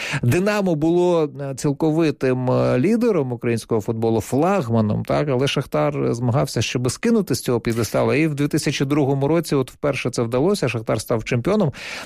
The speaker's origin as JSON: {"language": "Ukrainian", "town": "Donetsk", "region": "Donetsk Oblast", "country": "Ukraine", "said": "Я з Донецька, тому, друзі, я думаю, що ви навіть з однієї спроби можете вгадати, за яку футбольну команду я все життя вболіваю."}